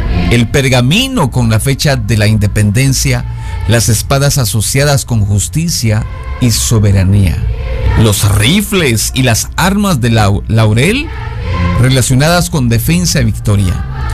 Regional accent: Guatemala; qué estamos haciendo como guatemaltecos

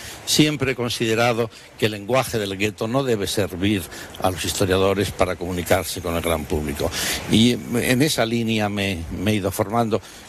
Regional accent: Bilbao, Basque Country, Spain; moved away; also born or lived in Salamanca; yo nací en Bilbao. Me siento muy bilbaíno, amo a mi ciudad, modelo de ciudad liberal en la historia.

